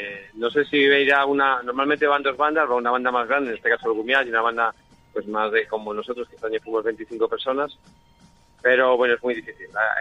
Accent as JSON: {"language": "Spanish", "town": "Guadarrama", "region": "Community of Madrid", "country": "Spain", "said": "como representante de Asturias y de mi pueblo, de Guadarrama, o de incluso de toda la sierra en general"}